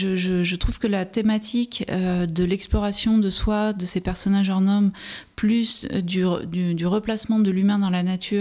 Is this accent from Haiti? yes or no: no; Nouvelle-Aquitaine, France; j'ai grandi près de Bordeaux, dans un milieu populaire, où on n'avait pas forcément des accès à la culture